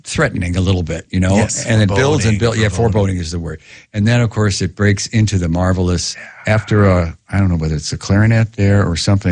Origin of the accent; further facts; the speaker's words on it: Cleveland, Ohio, United States; I grew up in Cleveland, and I listened to WCLV, which was and may still be the radio station there.